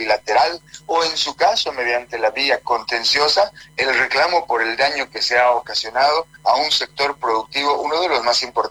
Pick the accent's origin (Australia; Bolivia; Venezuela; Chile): Bolivia; a los bolivianos y a los colombianos nos tratan con un especial sigilo